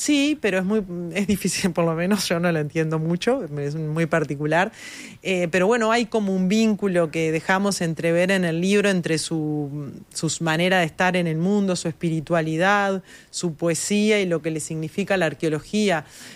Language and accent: Spanish; Uruguay